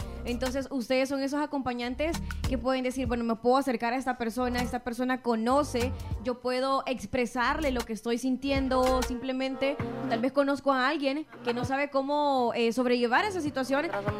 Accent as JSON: {"language": "Spanish", "country": "El Salvador"}